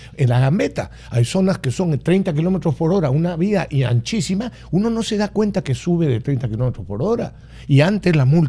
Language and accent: Spanish; Peru; a mí me indignó como peruano.